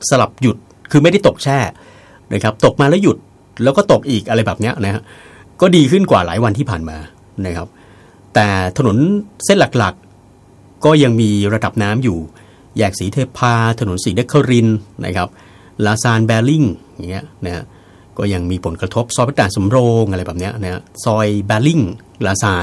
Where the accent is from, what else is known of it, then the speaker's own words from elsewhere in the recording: Samut Prakan, Thailand; ผมเองเป็นคนสมุทรปราการ